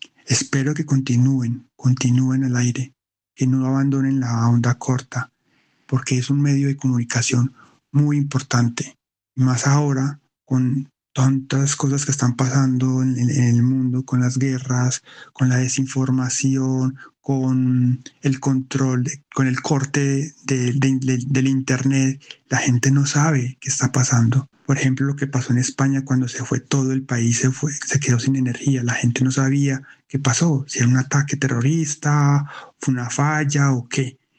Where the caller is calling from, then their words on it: Marinilla, Antioquia, Colombia; vivo en Marinilla, Colombia, más o menos a una hora de Medellín.